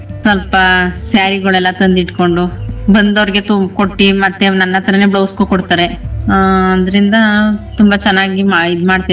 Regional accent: Kallahalli, Karnataka, India; ನಾವು ಕಲ್ಲಳ್ಳಿ, ಹುಣಸೂರಿಂದ 25 ಕಿಲೋಮೀಟ್ರು ಬರ್ಬೇಕ ಕಲ್ಲಳ್ಳಿ ಅಂತ ಒಂದು ಹಳ್ಳಿ.

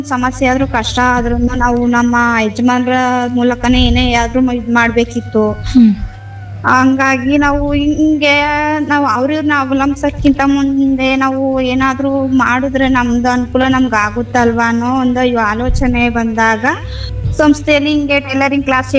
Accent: Ajjanahalli, Karnataka, India; ನಾವು ಹುಣಸೂರು ತಾಲೂಕು ಮೈಸೂರು ಜಿಲ್ಲೆ ಅಜ್ಜನಹಳ್ಳಿ ಅಂತ.

